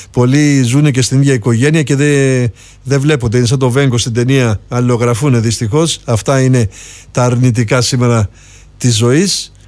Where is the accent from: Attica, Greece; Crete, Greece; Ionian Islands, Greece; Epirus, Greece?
Crete, Greece; Palaia Roumata; στο χωριό μου, στα Παγιά Ρούματα, στην Κίσαμο